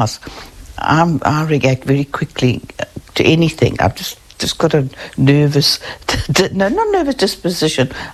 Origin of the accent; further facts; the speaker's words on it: Johannesburg, Gauteng, South Africa; now in Wairarapa, New Zealand; Now, I grew up in Johannesburg